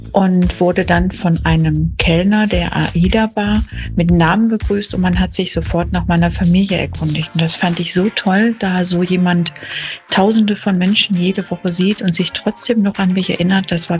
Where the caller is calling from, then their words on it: Essen, North Rhine-Westphalia, Germany; ich komme aus Essen